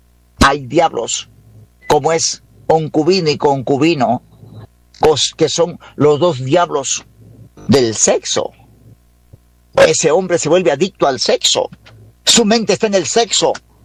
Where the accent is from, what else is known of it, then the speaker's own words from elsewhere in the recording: Huancabamba Province, Piura, Peru; now in Tarapoto, Peru; Vengo de la provincia de Huancabamba, siervo, sí, de la provincia de Huancabamba.